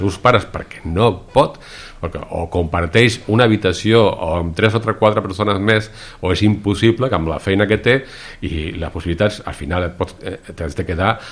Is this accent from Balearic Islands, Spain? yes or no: no; Catalonia, Spain; now in Caldes, Spain; encara tinc sort que sóc heterosexual i sóc blanc i sóc català